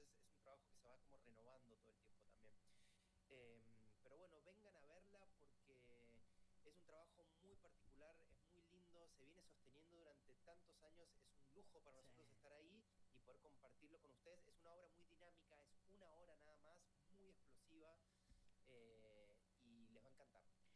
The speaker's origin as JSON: {"language": "Spanish", "region": "Mendoza", "country": "Argentina", "tie": "born or raised there", "said": "yo soy mendocino y en Mendoza hay muchos monumentos de Mafalda."}